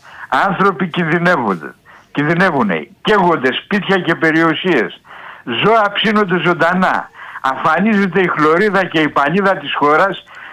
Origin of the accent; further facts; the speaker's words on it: Platamonas, Central Macedonia, Greece; από τον Πλαταμόνα, φίλε, τι κάνει.